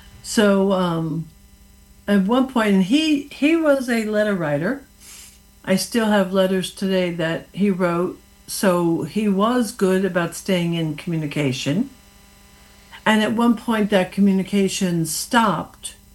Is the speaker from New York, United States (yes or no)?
no; New Jersey, United States; now in Morris County, United States; Well, I'm in Morris County now, born and bred in Hudson County, so a little bit of a true Jersey girl, in other words.